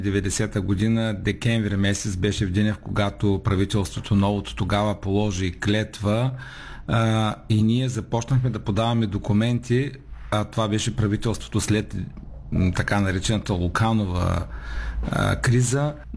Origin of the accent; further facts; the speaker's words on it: Sliven, Sliven Province, Bulgaria; от Сливен съм.